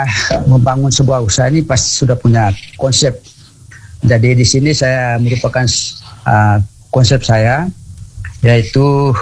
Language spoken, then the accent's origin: Indonesian; East Nusa Tenggara, Indonesia; born there; moved away as an adult; also born or lived in Maumere; saya sudah bermimpi bahwa saya bisa pulang kampung untuk bangun salah satu usaha di desa.